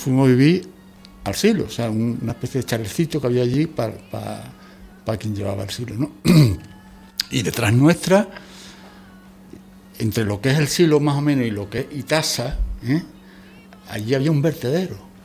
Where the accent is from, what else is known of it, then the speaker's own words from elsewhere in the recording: Utrera, Andalusia, Spain; born there; also born or lived in Extremadura; Yo no soy de Utrera, yo nací en Extremadura, en un pueblito idílico de Extremadura, una Macondo, ¿no? Y, en fin, a mí me trajeron aquí mis padres en la época Yeye, o sea, yo llegué aquí en Utrera en el año 68.